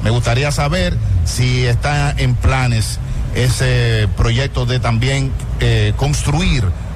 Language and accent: Spanish; Santo Domingo Este, Santo Domingo, Dominican Republic; Ministro, yo soy de aquí de Santo Domingo Este y he venido muchas veces a estas instalaciones.